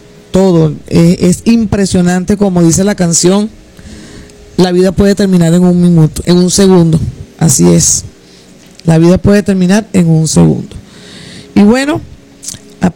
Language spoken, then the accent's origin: Spanish; Venezuela; somos venezolanos